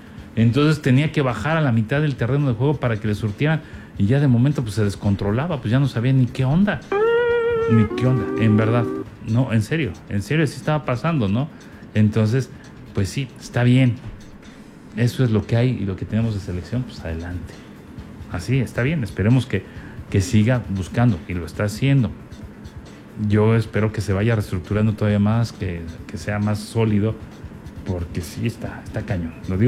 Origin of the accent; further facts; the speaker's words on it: Mexico; festejamos como mexicanos